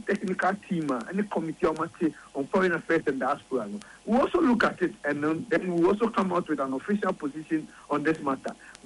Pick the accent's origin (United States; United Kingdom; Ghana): Ghana; I personally as a Ghanaian I am not happy with the things that are happening